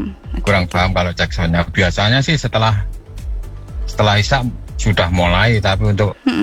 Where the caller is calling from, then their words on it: East Java, Indonesia; saya warga Kalisongo, cuma yang bawah